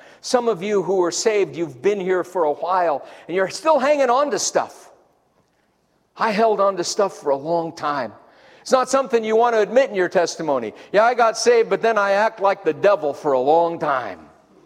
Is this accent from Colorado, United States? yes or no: yes; Denver, Colorado, United States; I'm white trash from Denver, Colorado.